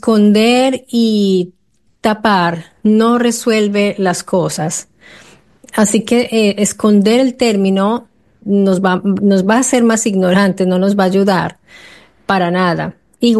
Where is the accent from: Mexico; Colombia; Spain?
Colombia; now in Italy; Yo también soy ciudadana italiana, pero no soy italiana. Yo soy de origen colombiana y soy sudamericana.